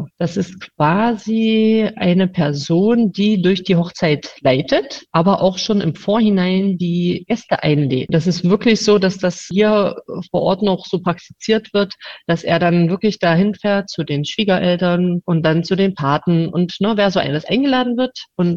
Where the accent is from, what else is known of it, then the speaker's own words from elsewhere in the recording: Lusatia, Germany; ich bin aber in einen sorbischen Kindergarten gegangen. Da wird das quasi auch gesprochen und in eine sorbische Schule.